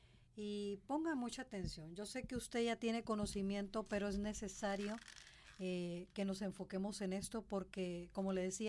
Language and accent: Spanish; Ensenada, Baja California, Mexico; now in Cadereyta Jiménez, Mexico; yo soy de Ensenada, Baja California.